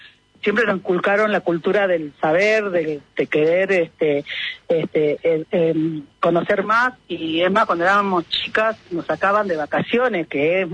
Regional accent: Tilcara, Jujuy, Argentina; born or raised there; also born or lived in Buenos Aires / France

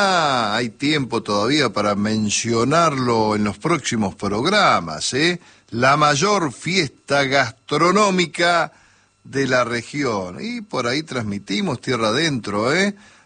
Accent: 25 de Mayo, Argentina; la exposición rural tradicional de mi pueblo, de 25 de mayo.

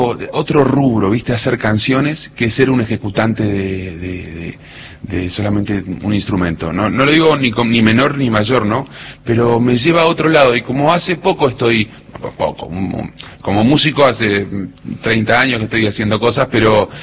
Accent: Cutral Có, Neuquén, Argentina; now in Buenos Aires, Argentina; Yo soy de Cutralcó, Neuquén. muy folclórico. No soy un experto fundamentalista del folclore, pero sí tengo mucha raíz folclórica porque me crié en Las Peñas y anduve por todos lados ahí. Bueno, la cosa me trajo hasta Buenos Aires

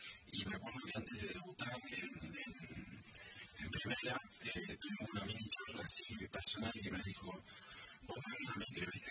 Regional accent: Argentina; Somos como muy argentinos, sí

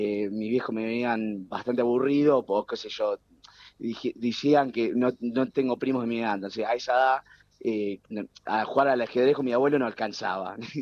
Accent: Argentina; accent: Argentine; tengo el acento argentino y nunca viví en Argentina, imagínate. La ¿cómo razón, es? mis viejos emigraron acá en los 90, me tuvieron acá, pero el resto de mi familia vive allá.

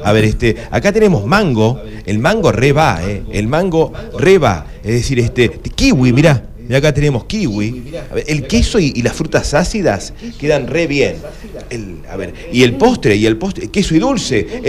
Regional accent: Argentina

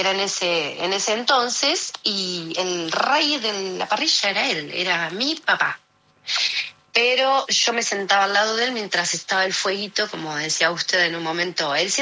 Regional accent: Banfield, Buenos Aires Province, Argentina; now in Canning, Argentina; Yo, bueno, zona sur, yo me crié en Banfield.

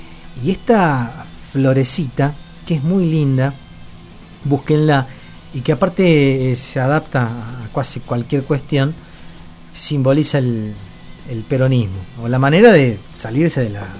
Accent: Argentina

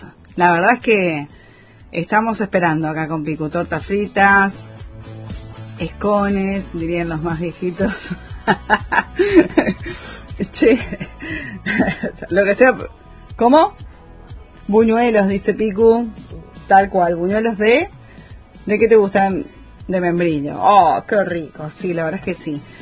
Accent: Corrientes, Argentina; Somos todos los correntinos, las ciudades correntinas que estamos bajo alerta a esta hora de la tarde.

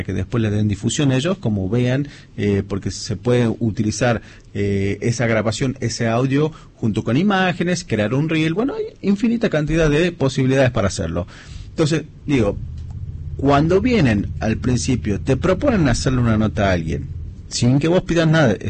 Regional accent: Tucumán, Argentina; como muchos tucumanos y tucumanas, en la casa

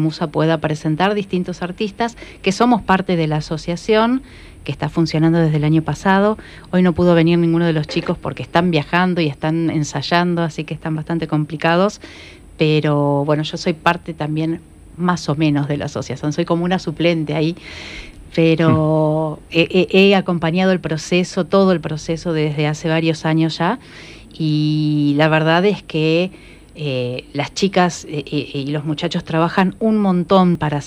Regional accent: San Martín de los Andes, Neuquén, Argentina; tienen miembros que somos de San Martín de los Andes

